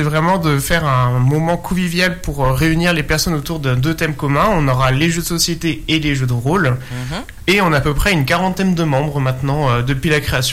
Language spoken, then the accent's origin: French; Mexico; now in Decize, France; Donc moi, à l'origine, je suis du Mexique, j'ai l'habitude d'avoir un peu des activités dans les grandes villes.